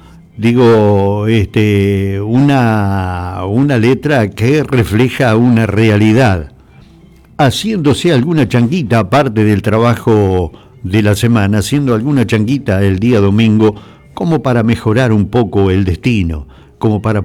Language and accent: Spanish; Buenos Aires Province, Argentina; yo era de la provincia de Buenos Aires y me sentía un entrerriano más.